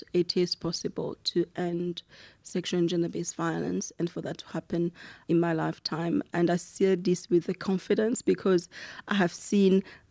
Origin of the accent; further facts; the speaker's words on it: Rwanda; I am from Rwanda, and I lived through the genocide, Hutu, in 1994. And these events really changed the course of my life and the life of every Rwandan that I know.